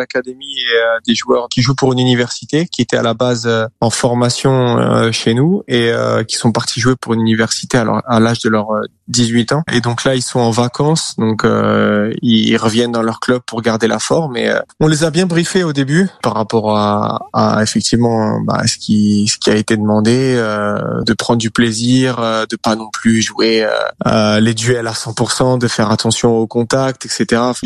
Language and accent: French; France; now in United States; en tant que Français vivant aux États-Unis